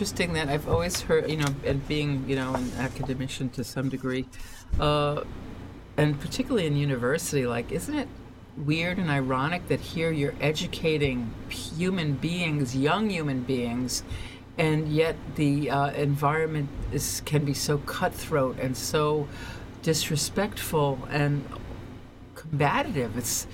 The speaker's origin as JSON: {"language": "English", "town": "New York City", "region": "New York", "country": "United States", "tie": "born or raised there", "said": "I grew up in New York City"}